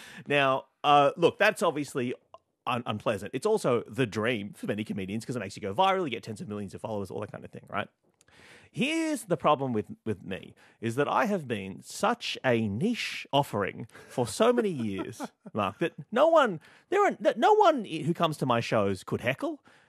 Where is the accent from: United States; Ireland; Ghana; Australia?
Australia; I was an Asian person growing up in Australia in the 90s, very aware of Pauline Hanson coming out here